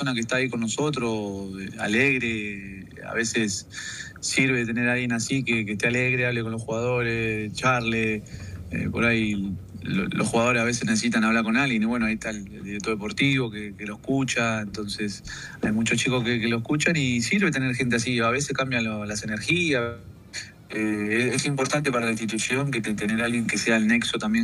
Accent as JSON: {"language": "Spanish", "country": "Argentina", "moved": "yes", "said": "nosotros como argentinos obviamente"}